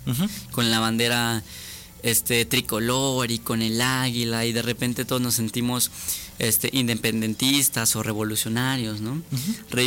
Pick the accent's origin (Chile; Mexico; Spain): Mexico; Somos mexicanos, orgullosamente hechos del maíz.